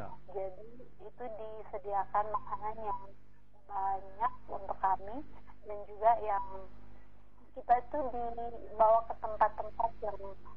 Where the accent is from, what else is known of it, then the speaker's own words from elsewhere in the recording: East Nusa Tenggara, Indonesia; dari Unimor pun saya sendiri, dari NTT pun saya sendiri.